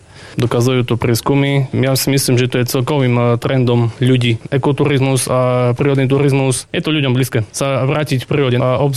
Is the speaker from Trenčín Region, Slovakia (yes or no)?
no; Kolonica, Prešov Region, Slovakia; also born or lived in Snina; regiónu a konkrétne do Kolonice, kde som ja vyrastal. Narodil som sa síce v Snine, ale vždy mi bol bližší tento región.